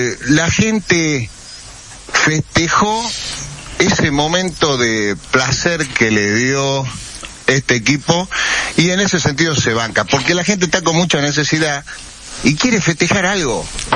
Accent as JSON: {"language": "Spanish", "country": "Argentina", "said": "¿Cuántos somos los argentinos?"}